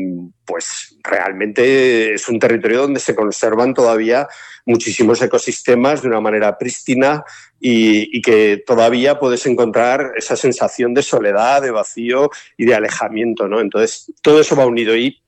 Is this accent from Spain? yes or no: yes; Celtiberia, Spain; de mi tierra, de la Celtiberia